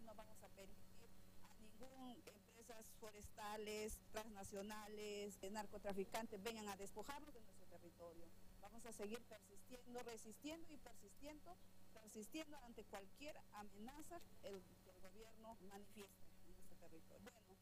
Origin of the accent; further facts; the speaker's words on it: Ucayali, Peru; de la etnia Xeninca, soy de Perú. Estoy ubicada en la región Ucayali, en la provincia de Atalaya